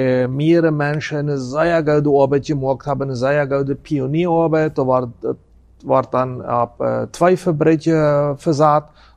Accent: Friesland, San Pedro, Paraguay; also born or lived in Chaco; Also ich komme ursprünglich aus Friesland.

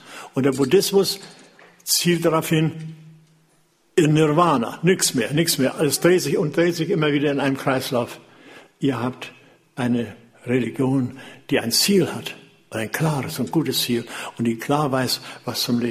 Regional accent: Falkenberg, Germany; Und ich bin heute noch dankbar, dass wir bei uns in der DDR in unserem Falkenberg wohnten.

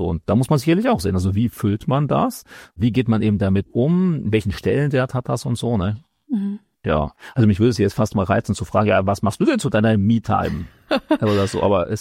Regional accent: Germany; dass wir so als Deutsche da so ein bisschen sogar stärker das haben

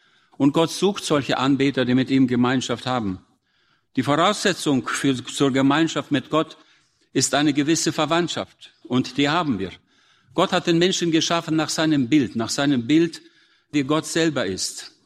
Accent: Germany; wie wir als Deutsche das haben.

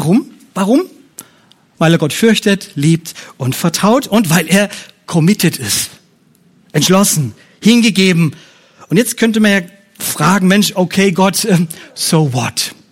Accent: Bavaria, Germany; Bei mir, ich komme aus dem Bayerischen, Fränkischen, habe ich ja schon gesagt

